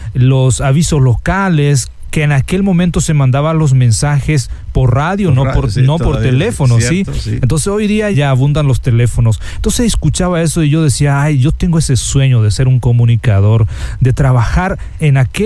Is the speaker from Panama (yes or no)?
no; Paraguayan Chaco, Paraguay; Particularmente nací y crecí en el Chaco paraguayo, como conocemos allí, en esa región.